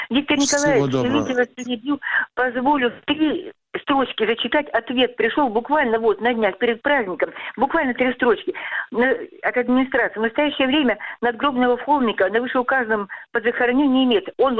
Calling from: Voronezh, Voronezh Oblast, Russia

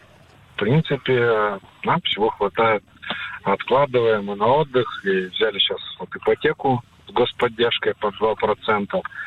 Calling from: Khabarovsk, Khabarovsk Krai, Russia; я из Хабаровска. Я юрист, самозанятый.

